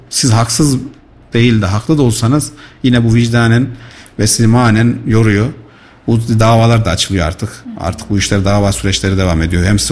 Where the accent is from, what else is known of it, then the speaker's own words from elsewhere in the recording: Kayseri, Turkey; mesela biz Kayserliyiz. Pazarlığı seviyoruz, fiyatı seviyoruz, ucuz olmasını istiyoruz.